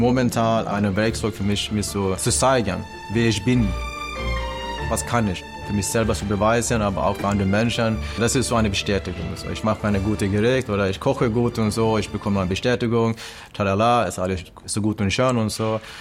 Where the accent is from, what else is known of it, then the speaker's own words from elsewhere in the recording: Sweden; German is a second language; also born or lived in South Korea; now in Germany; Ich bin adoptiert vom Südkorea und aufgewachsen in Schweden. Klar, ich bin Schwede in meinem Herz irgendwie, aber auch nicht.